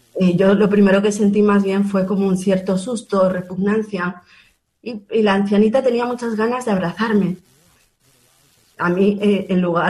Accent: Mexico; nosotros, como bien comentaste, somos mexicanos

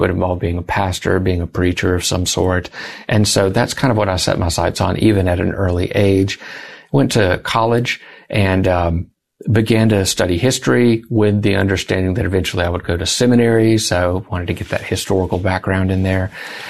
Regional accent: Georgia, United States; I grew up in South Georgia in an evangelical home.

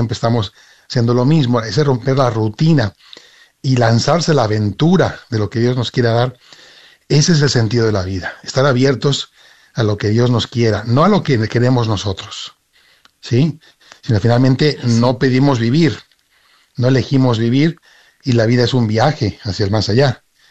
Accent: Spain; now in Mérida, Mexico; Yo soy español, aunque vivo aquí en México.

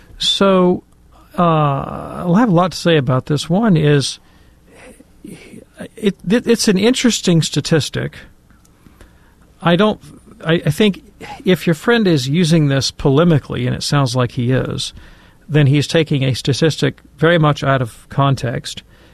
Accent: Alabama, United States; but the Bible Belt, Alabama, my home state, which is overwhelmingly politically conservative

